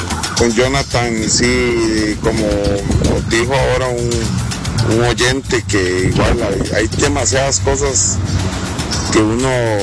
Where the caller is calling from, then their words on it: San José, Costa Rica; acá en San José, porque yo soy de San José